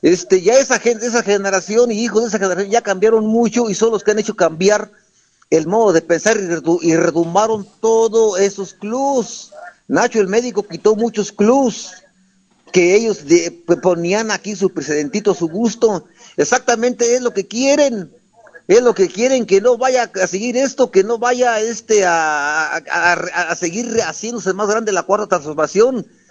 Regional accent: Mexico

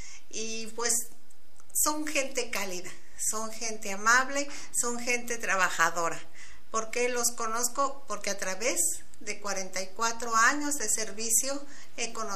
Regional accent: Querétaro, Mexico; born there; Nunca me he desprendido más que de ida y vuelta, ida y vuelta. Y ahí, estando en Querétaro, he visto crecer personas, familiares

